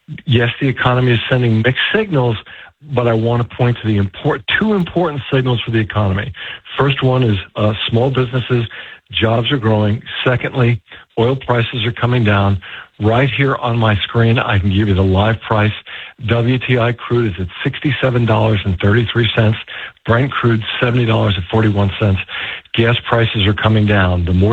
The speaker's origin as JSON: {"language": "English", "region": "New York", "country": "United States", "moved": "as an adult", "lives_now": "Washington, D.C., United States", "said": "I am from Brooklyn and Queens in New York."}